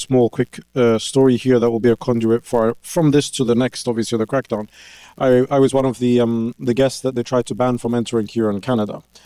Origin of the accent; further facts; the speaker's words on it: United Kingdom; when I applied as a British national, you apply for the ETA